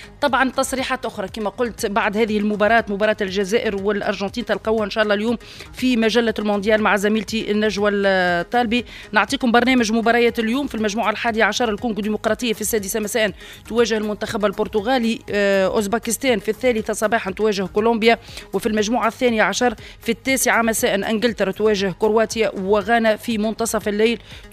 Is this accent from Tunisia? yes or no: yes; Tunisia